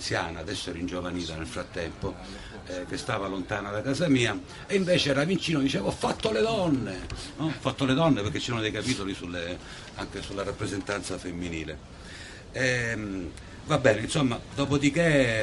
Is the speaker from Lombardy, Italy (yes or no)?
no; Messina, Sicily, Italy; io sono di Messina, no? E si dice dei messinesi che siano buddaci.